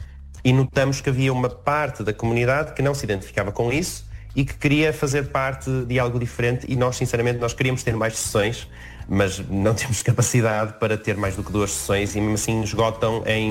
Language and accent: Portuguese; Porto, Norte, Portugal; enquanto portuense que gosta de livros